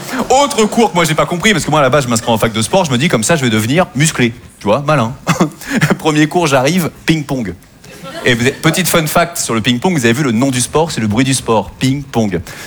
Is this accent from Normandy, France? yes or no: yes; Normandy, France; parce que moi je viens de Normandie et j'ai eu beaucoup de mal avec les élèves du cours Florent.